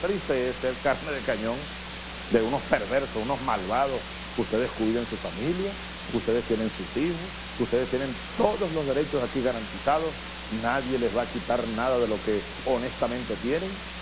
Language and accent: Spanish; Venezuela